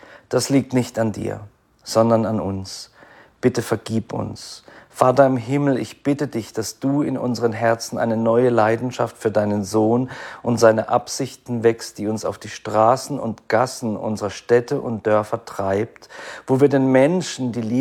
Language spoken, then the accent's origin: German; Freiburg, Baden-Württemberg, Germany; saß ich mit einem befreundeten Pastor im Außenbereich einer Pizzeria in der Fußgängerzone meiner Heimatstadt Freiburg.